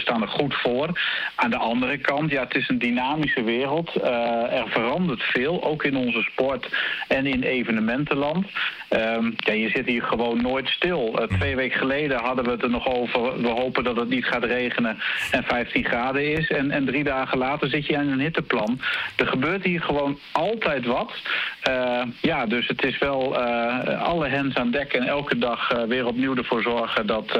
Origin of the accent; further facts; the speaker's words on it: Assen, Drenthe, Netherlands; Als Assenaar, als Drent, eigenlijk iedereen in Nederland moet hier trots op zijn.